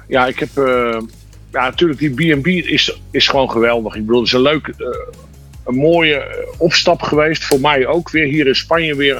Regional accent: Breda, North Brabant, Netherlands; now in Costa; En wij komen zelf natuurlijk ook van Breda.

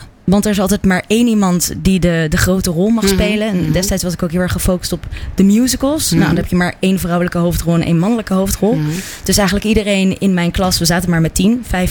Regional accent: Zoetermeer, South Holland, Netherlands; Zoetermeer.

